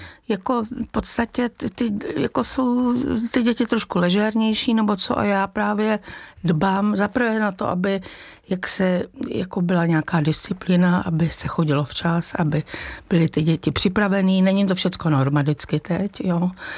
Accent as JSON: {"language": "Czech", "town": "Rakovník", "region": "Central Bohemian Region", "country": "Czechia", "tie": "born or raised there", "said": "vyrůstala jsem vlastně částečně u babičky v Rakovníku"}